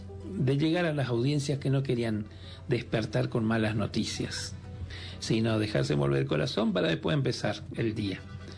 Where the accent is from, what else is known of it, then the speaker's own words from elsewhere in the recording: Itatí, Corrientes, Argentina; born there; moved away; mi lugar en el mundo, que es Itatí